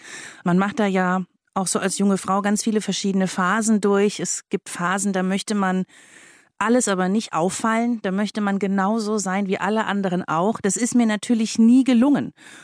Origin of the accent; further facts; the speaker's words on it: Baden-Württemberg, Germany; Ich bin in der Region Stuttgart aufgewachsen, Kindergarten. Wir sind ein paar Mal umgezogen.